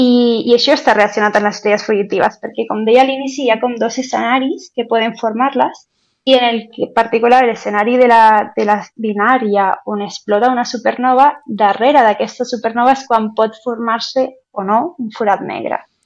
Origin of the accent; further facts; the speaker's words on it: Lanzarote, Canary Islands, Spain; Catalan is a second language; Doncs he de dir que per mi des de petita, bueno, jo és que sóc de Canàries, de Lanzarote.